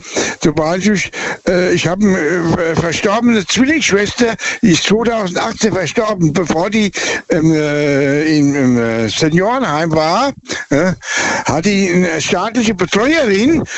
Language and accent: German; Birnbach, Germany; born there; Und zwar weiß ich, wo ich geboren bin, in dem Ort Birnbach.